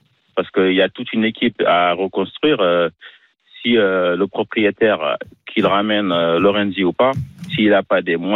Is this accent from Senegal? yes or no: yes; Senegal; Oui, je suis sénégalais, mais on sait quand même être objectif.